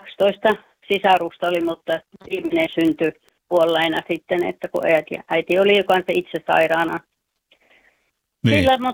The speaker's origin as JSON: {"language": "Finnish", "town": "Juuka", "region": "North Karelia", "country": "Finland", "said": "Kajon kylästä. Se on Kajon, Kuopio, tai Kaavin ja Juuan välillä on tämä Kajon kylä."}